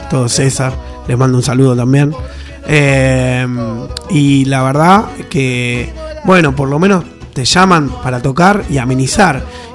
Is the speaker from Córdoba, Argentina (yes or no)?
no; Victoria, Buenos Aires Province, Argentina; now in Béccar, Argentina; Yo soy, yo vivo en Becar, pero soy realmente de Victoria, en la sangre mía está en Victoria.